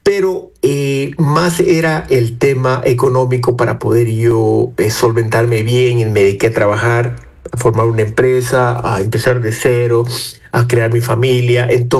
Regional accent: Salinas, Santa Elena, Ecuador; now in Quito, Ecuador; El tema de mi tierra, de Ecuador. Yo crecí en Salinas, en la playa, en los 80s, cuando la península de Santa Elena, en esa época península, pues era hermosa, era inocente, era natural, era querida

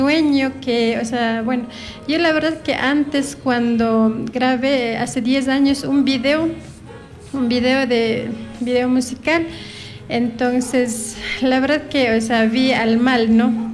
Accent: Guamote, Chimborazo, Ecuador; now in Quito, Ecuador; yo soy de Cantón Guamote. Y bueno, desde pequeña sí asistía a la iglesia evangélica allá en mi tierra, que en mi comunidad se llama Mercedes Cadena. Entonces, cuando era bien pequeñita, y bueno, de ahí luego ya me fui a vivir en Quito

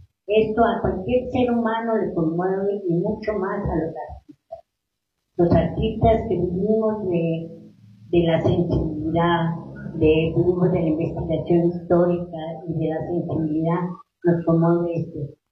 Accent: Colombia; also born or lived in Ecuador; yo soy ecuatoriana colombiana, nacida y estudiada en Colombia, y he tenido una trayectoria muy larga en el teatro de títeres, estudié diseño y teatro en Colombia

